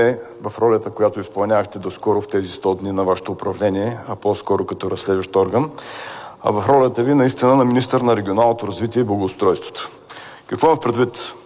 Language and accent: Bulgarian; Varna, Varna Province, Bulgaria; ще изкарам в родния ми град Варна